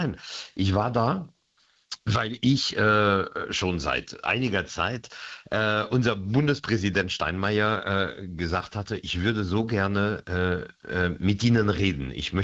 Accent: Paris, Île-de-France, France; Also ich habe das als Kind in Paris immer gesehen, diese Kolonnen, und habe mir gedacht, eines Tages möchte ich drin sein, und dieser Tag ist gewesen.

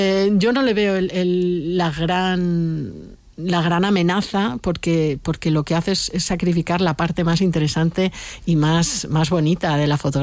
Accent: Alicante, Valencian Community, Spain; Yo creo que primero porque soy de Alicante, porque no es vivo en Madrid

